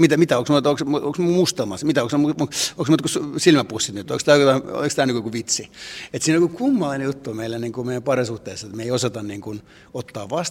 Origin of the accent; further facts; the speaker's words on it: Cyprus; koska olen Kyprokset kotoisin ja ollut Kyproksella häissä.